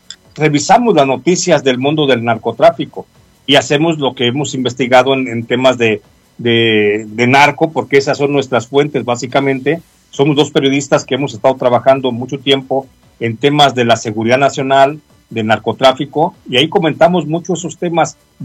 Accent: Mexico

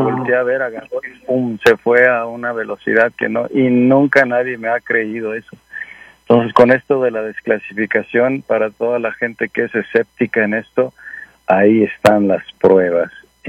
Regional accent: Mexico; Yo soy mexicano del sur.

